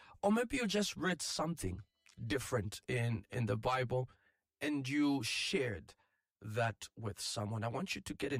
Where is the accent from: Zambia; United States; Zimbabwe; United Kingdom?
Zambia; But for us Zambians